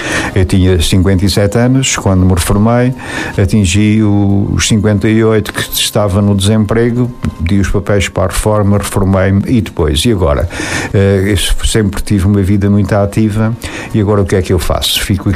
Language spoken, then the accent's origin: Portuguese; Portugal; born there; eu nasci em Gafes